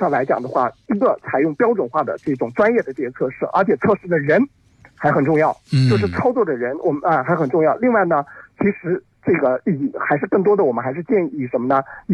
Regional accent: China; 我们中国人讲的这个家有一老如有一宝

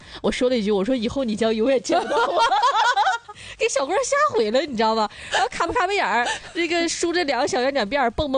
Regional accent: Dalian, Liaoning, China; born there; also born or lived in Huludao; 我88年来到大连以后，我家住在南市道街那片，但是我不怎么在南市道街那片混，我混的是长仁路这片

